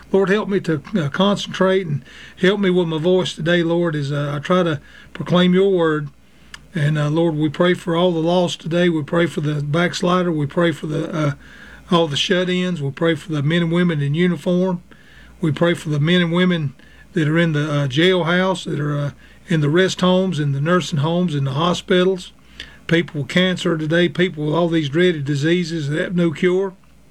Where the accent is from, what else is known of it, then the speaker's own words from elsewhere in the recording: the South, United States; I was brought up in the South where I could say mom and daddy